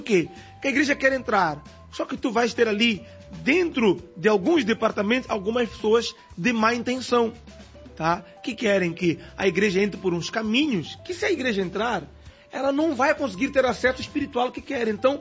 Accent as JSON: {"language": "Portuguese", "country": "Mozambique", "said": "ah, eu sou de Moçambique, tá, africano"}